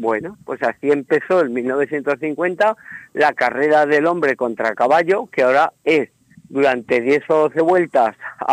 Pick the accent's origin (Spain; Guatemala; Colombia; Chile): Spain; soy español, nacido en España, estoy orgullosísimo, pero joroba, paso a Francia